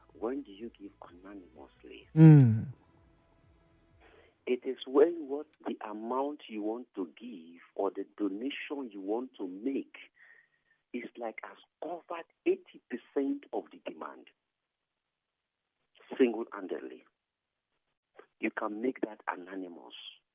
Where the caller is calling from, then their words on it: Port Harcourt, Rivers, Nigeria; I'm calling you from Port Harcourt.